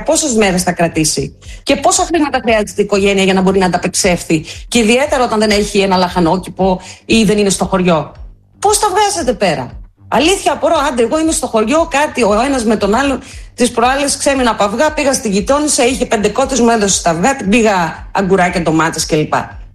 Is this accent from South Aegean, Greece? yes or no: no; Veria, Central Macedonia, Greece; Γιατί προχθές κυκλοφορούσα μέσα στην πόλη μου στη Βέρεια και είχε μαυρίσει ο τόπος.